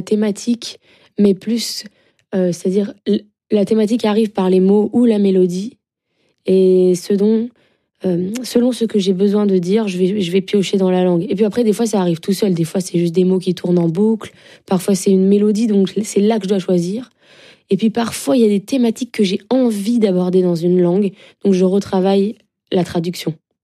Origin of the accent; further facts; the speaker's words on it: France; J'ai grandi en France et je suis allée au Brésil tous les ans, depuis toujours.